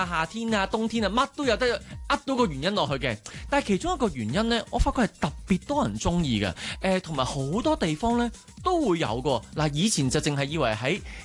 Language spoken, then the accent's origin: Cantonese; Hong Kong; 我哋香港人